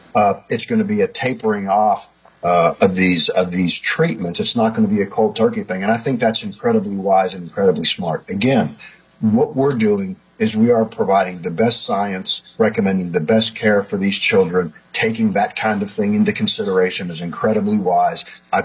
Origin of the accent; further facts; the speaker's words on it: Alabama, United States; I come from Alabama